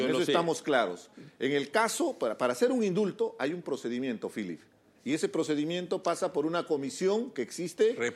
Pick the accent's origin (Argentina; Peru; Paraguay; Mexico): Peru; Tú eres de derecha, yo soy de izquierda, pero al final somos peruanos.